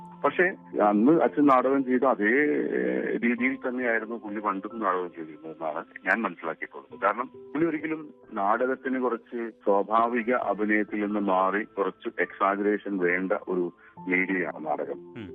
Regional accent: Ernakulam, Kerala, India; എറണാകുളത്ത് ഞാൻ ജനിച്ചു വളർന്ന ആ സ്ഥലത്തുള്ള

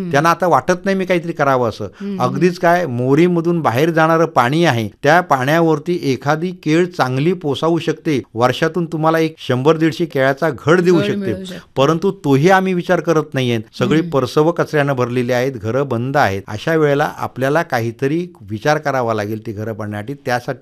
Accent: Maharashtra, India; born there

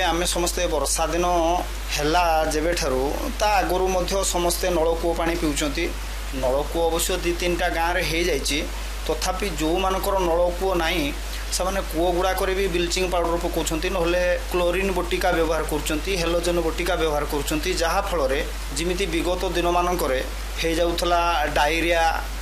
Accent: Digarestia, Odisha, India; ଆମ ଗାଁ ହଉଛି ଦିଗାରେସ୍ତିଆ, ଗ୍ରାମ ପଞ୍ଚାୟତ ଗୌରମା ଏବଂ ବ୍ଲକ ହଉଛି କୁଳିଅଣା।

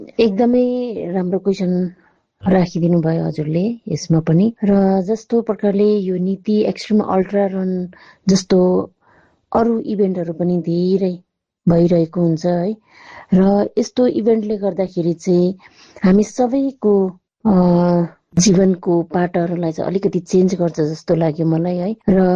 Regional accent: Sikkim, India; आफूले आफ्नो स्टेटलाई सिक्किमलाई रिप्रेजेन्ट गर्न पाउँदाखेरि

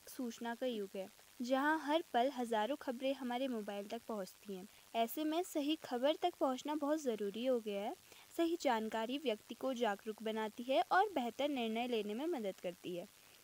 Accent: Almora, Uttarakhand, India; जी नमस्कार … और मैं यही अल्मोड़ा की मूल निवासी हूँ।

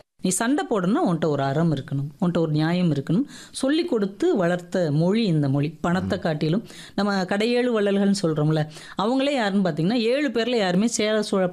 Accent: Madurai, Tamil Nadu, India; born there

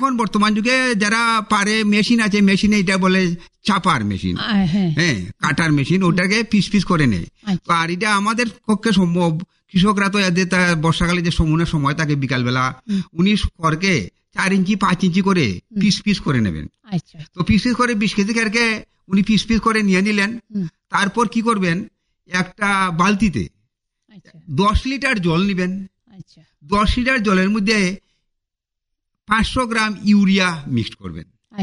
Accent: Sylhet Division, Bangladesh; accent: Sylheti; আমরা খেয়ার বলি সিলেটি ভাষায়

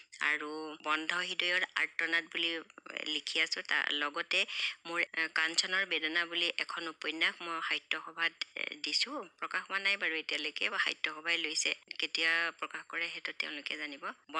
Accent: Khutikatia, Assam, India; মোৰ ঘৰ খুটিকটীয়াত।

